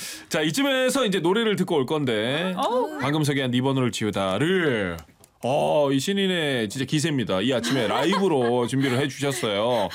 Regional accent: Ulsan, South Korea; now in Seoul, South Korea; 저는 울산 출신이고.

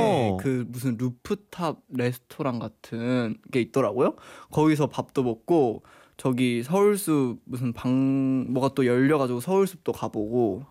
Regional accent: Yeongdeok, North Gyeongsang, South Korea; 저는 고향이 경상북도 영덕입니다. 영덕 아세요?

